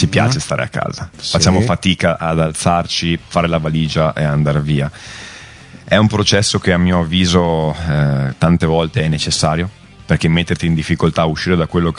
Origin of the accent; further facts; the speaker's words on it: Cittadella, Veneto, Italy; E io stesso vengo da Cittadella, un paesino appunto dell'Alta Padovana